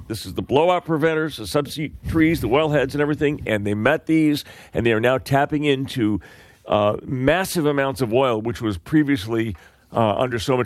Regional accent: California, United States; We had no AC growing up in California on the coast.

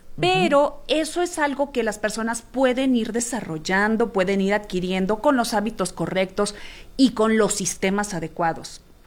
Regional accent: Sonora, Mexico; Sonorense.

